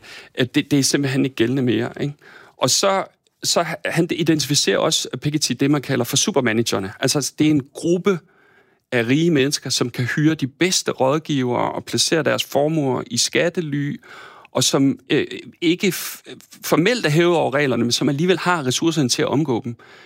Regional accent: Thy, North Denmark Region, Denmark; Jeg kommer fra Thy oprindeligt, og har jo stadig min familie deroppe og kommer jævnligt derud

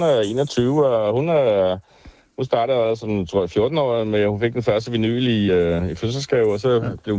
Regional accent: Munkebjergby, West Jutland, Denmark; Det ligger, hvad hedder det, ved Vestjylland, mellem Diana Lund og Sten Lille.

